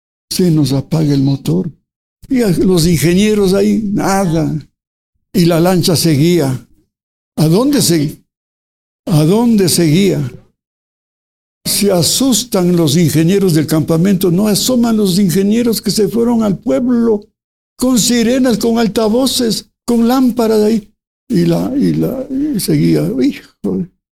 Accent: Colombia; moved away; Ya, ya vine de Colombia con esas agallas de ser rico.

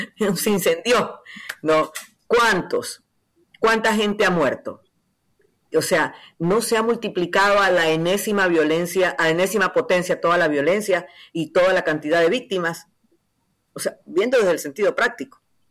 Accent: Ecuador; nos merecemos el respeto como ecuatorianos

